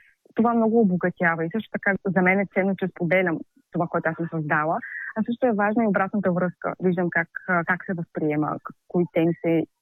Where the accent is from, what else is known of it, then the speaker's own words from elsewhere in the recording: Haskovo, Haskovo Province, Bulgaria; защото аз съм родом от Хасково. И ми беше много сантиментално да представя моя книга точно тук.